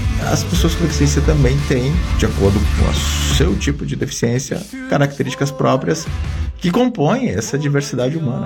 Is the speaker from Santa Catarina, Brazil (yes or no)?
yes; Praia Grande, Santa Catarina, Brazil; born there; Bem na margem do Mampituba, nasci em Praia Grande, Santa Catarina.